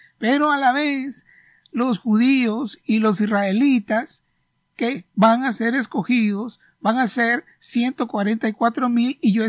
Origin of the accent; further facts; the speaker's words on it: Honduras; yo soy de Honduras